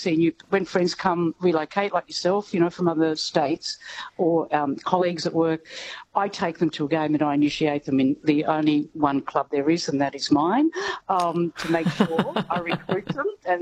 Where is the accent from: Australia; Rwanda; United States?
Australia; Fitzroy, Victoria; So I grew up in Fitzroy, and Fitzroy was my second team because it was spectacularly unsuccessful in those years.